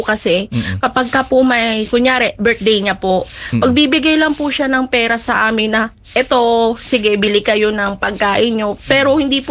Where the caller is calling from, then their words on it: Pasay, Metro Manila, Philippines; ng Pasay.